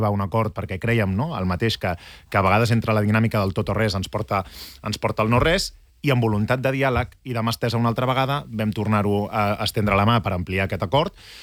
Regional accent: Catalonia, Spain; crec que ha sigut una setmana on s'han expressat valors que també són reflexa de què som com a societat catalana.

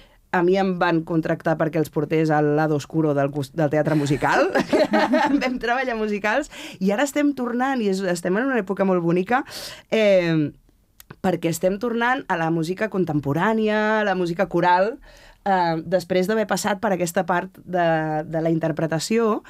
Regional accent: Sant Quirze del Vallès, Catalonia, Spain; jo soc gallega de Sant Quirze

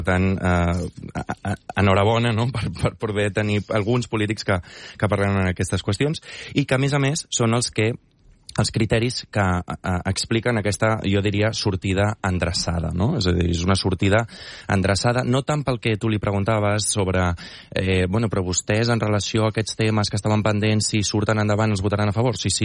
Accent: Sant Cugat del Vallès, Catalonia, Spain; I aquí a Catalunya, jo que vinc de Sant Cugat, un altre municipi

